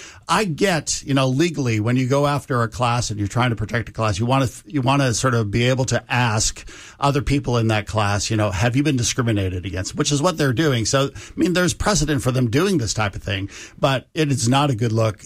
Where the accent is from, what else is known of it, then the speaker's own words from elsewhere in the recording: Puerto Rico; I grew up in Puerto Rico, and we were so poor we didn't have a TV.